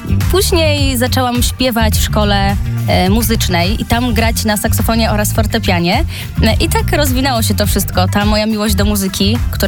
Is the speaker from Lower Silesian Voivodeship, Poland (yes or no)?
no; Konin County, Greater Poland Voivodeship, Poland; Pochodzę z powiatu konińskiego